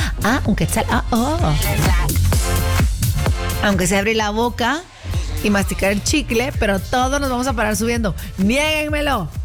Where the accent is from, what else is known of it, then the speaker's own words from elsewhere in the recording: Guatemala; Porque así somos los guatemaltecos, somos bien chutes.